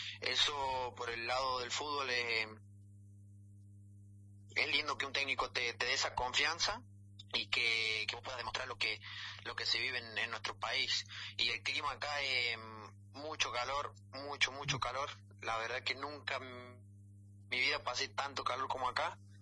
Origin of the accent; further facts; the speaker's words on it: Argentina; moved away as an adult; now in Venezuela; somos argentinos los tres